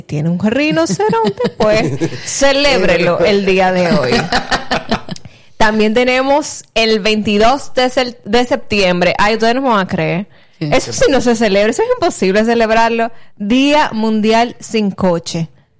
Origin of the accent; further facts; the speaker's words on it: Santiago de los Caballeros, Santiago, Dominican Republic; nadie va a creer que yo me crié aquí en Santiago.